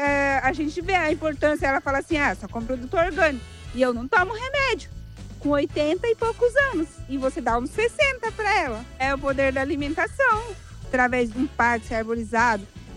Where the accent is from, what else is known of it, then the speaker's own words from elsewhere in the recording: Ibiúna, São Paulo, Brazil; Eu sou do interior de São Paulo, de Ibiúna.